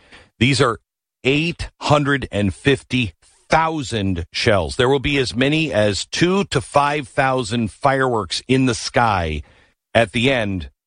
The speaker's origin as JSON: {"language": "English", "town": "Seattle", "region": "Washington", "country": "United States", "said": "Okay, I'm 18 years old. I'm from Seattle. I've never seen a beltway."}